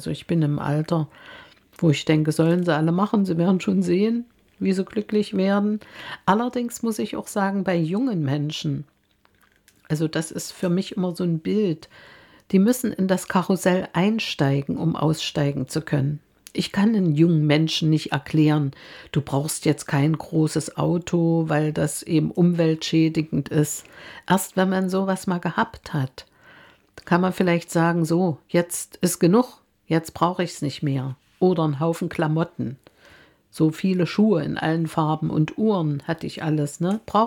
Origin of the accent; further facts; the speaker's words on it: East Germany, Germany; Ich wusste, wo ich herkomme. Mein Großvater war Kommunist. Meine Mutter ist dann in die Partei gegangen, mein Vater auch. Und ja, also ich habe eine schöne Zeit in der DDR erlebt.